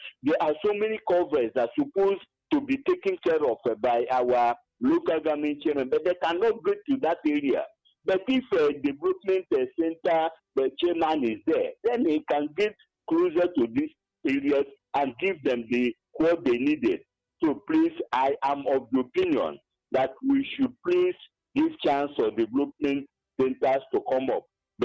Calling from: Enugu, Enugu State, Nigeria; I'm calling from Abapanike, Enugu.

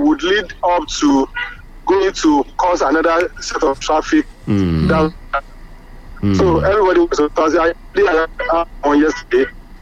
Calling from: Ibadan, Oyo, Nigeria; I'm calling from Ibadan.

